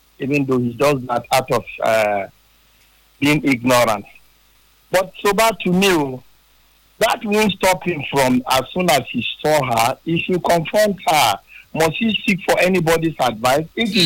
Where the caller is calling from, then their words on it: Port Harcourt, Rivers, Nigeria; I'm calling from Port Harcourt.